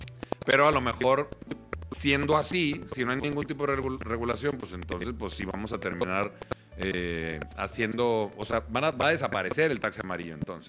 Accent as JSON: {"language": "Spanish", "country": "Mexico", "said": "también soy mexicano"}